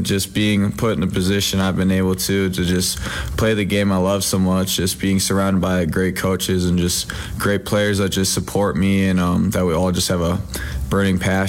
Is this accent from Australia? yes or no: no; Minnesota, United States; it really was a blessing being able to play at my home state and for like a team I grew up watching. My parents went to the University of Minnesota